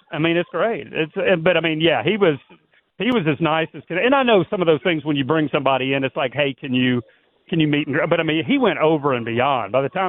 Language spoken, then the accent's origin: English; Charlotte, North Carolina, United States; born there; I was born in Charlotte.